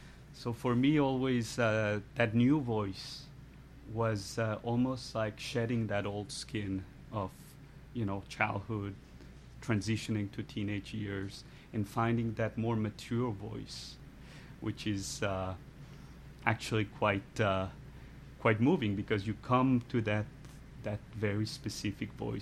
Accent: New York, United States; born there; I'm half French, half Mexican. I was born in New York.

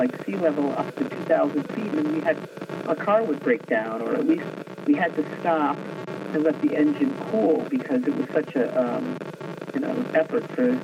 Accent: Wilmington, Delaware, United States; now in Hudson Valley, United States; we came from Wilmington, Delaware

